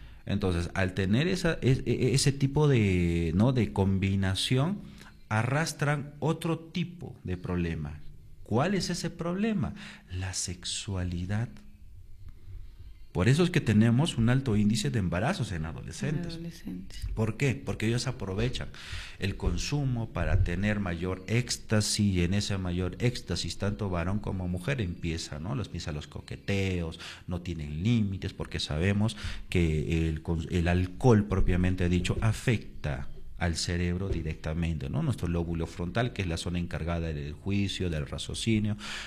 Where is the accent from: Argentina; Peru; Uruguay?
Peru; Chumbivilcas, Cusco; yo también soy chumbivilcano, es una tierra maravillosa, a mí me encanta mi tierra